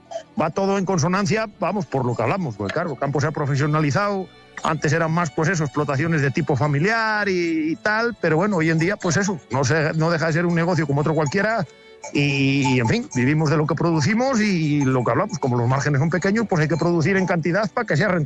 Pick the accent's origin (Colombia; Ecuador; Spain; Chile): Spain; Pobladura del Bernesga, Castile and León; now in Lorenzana, Spain; soy de los pueblos allí pegando a León Capital, allí del Alfoz de León. Soy, bueno, nacido y criado en Pobladura del Bernesga, pero bueno, vivo en Lorenzana, que es el pueblo de Alao